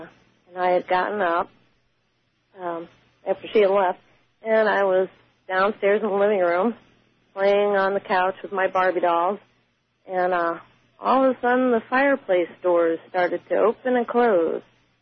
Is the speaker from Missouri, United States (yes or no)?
yes; St. Louis, Missouri, United States; I'm from St. Louis, Missouri.